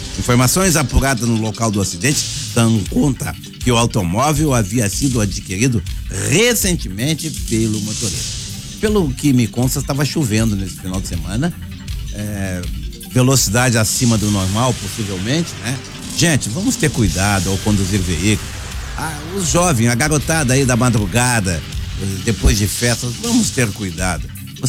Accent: Brazil; nós brasileiros adoramos futebol

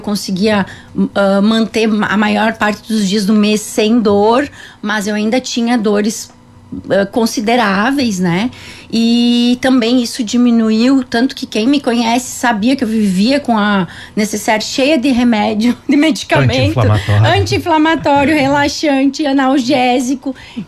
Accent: Encantado, Rio Grande do Sul, Brazil; born there

